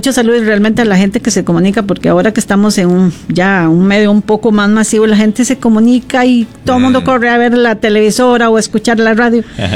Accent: Costa Rica

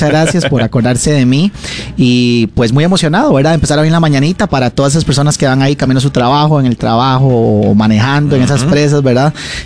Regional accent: Costa Rica; nos involucra a todos como costarricenses

